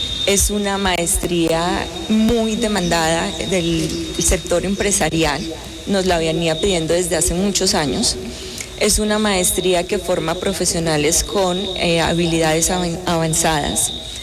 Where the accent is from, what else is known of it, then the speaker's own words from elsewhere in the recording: Pereira, Risaralda, Colombia; Como buenos pereiranos, resilientes, dispuestos a apoyar a la comunidad, a la ciudad, buscando alternativas de apoyo y preparando nuestra infraestructura.